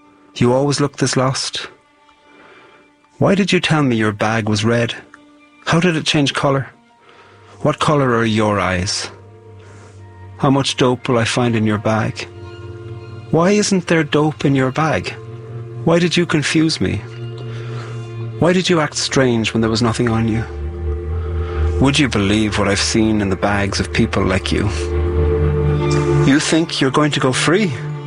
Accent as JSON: {"language": "English", "country": "Ireland", "said": "I'm a poet from Ireland."}